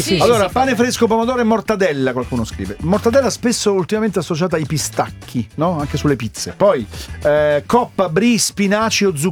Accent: Southern Italy, Italy; E per esempio non mi piace la polenta, sono proprio terrone.

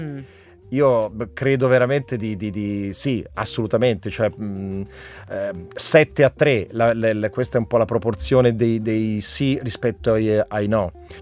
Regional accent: Bergamo, Lombardy, Italy; mettici che sono anche bergamasco e quindi hai fatto, cioè, il pacchetto è proprio tosto.

